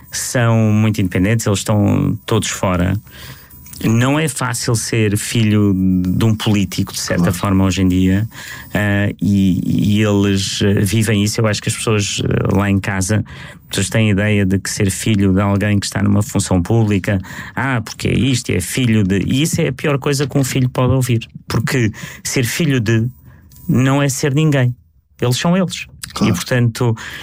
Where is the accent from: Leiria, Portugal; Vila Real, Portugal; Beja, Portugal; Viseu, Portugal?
Beja, Portugal; also born or lived in Lisbon; Sou de Beja, tenho esse lado, sou de Lisboa, sou europeu